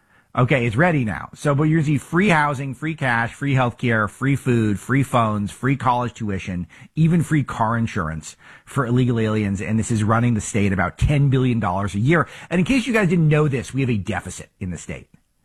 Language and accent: English; Los Angeles, California, United States; born there; And I was born in Los Angeles, and I've lived here, I think, 32 of the 40 years I've been on this earth, and at least part-time, but at least part of the year.